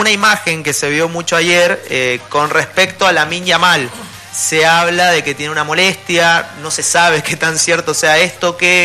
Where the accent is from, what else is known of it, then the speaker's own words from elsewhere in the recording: Argentina; Mirá que soy argentino, pero bien golpeado, ¿no?